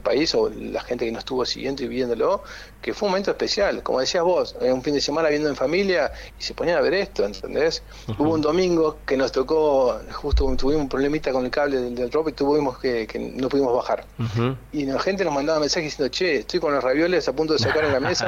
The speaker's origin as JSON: {"language": "Spanish", "country": "Argentina", "said": "Entonces, como bueno, competitivos somos de Argentina, dijimos, bueno, primera expedición en Argentina, queremos llegar a 1.000."}